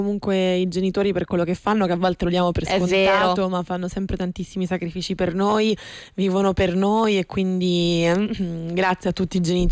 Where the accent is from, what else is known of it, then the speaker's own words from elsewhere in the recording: Rome, Lazio, Italy; Io non ce l'ho un paese, io sto qua a Roma sempre uguale